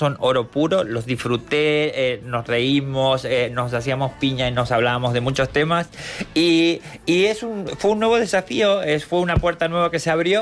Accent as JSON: {"language": "Spanish", "town": "Rosario", "region": "Santa Fe", "country": "Argentina", "tie": "born or raised there", "said": "Y nosotros en Rosario, que es la tierra de donde vengo, tiene un río y este juego de los troncos lo hacíamos."}